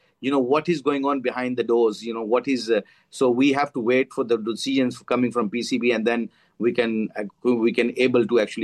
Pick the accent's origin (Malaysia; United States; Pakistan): Pakistan; English is a second language; So I'm hurt as an ex-cricketer, as a Pakistani.